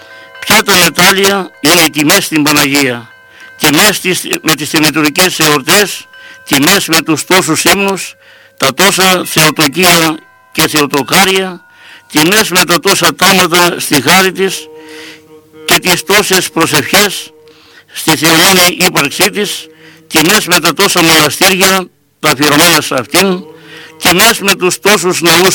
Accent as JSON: {"language": "Greek", "country": "Greece"}